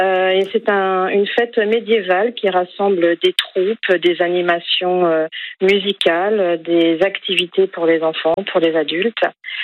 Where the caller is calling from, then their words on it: La Bouëxière, Brittany, France; je vous appelle de la Bouixière.